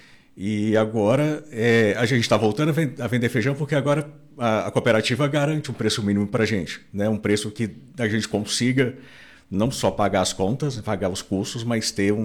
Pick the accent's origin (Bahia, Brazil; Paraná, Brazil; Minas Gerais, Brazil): Minas Gerais, Brazil; now in Brasília, Brazil; eu sou mineiro.